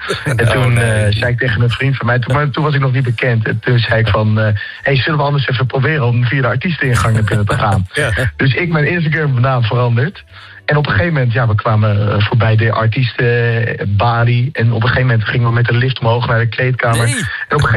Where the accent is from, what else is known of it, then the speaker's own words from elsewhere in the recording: Utrecht, Netherlands; Dus ja, Paradiso en Tivoli, omdat ik uit Utrecht kom.